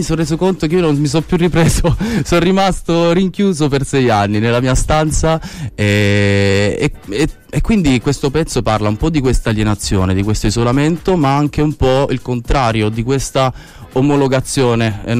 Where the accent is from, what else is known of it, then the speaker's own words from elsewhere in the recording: Poggiardo, Apulia, Italy; moved away as an adult; also born or lived in Netherlands / Milan; io sono italo-bielorusso, quindi sono nato a Poggiardo, in Salento, però ho anche origini dell'est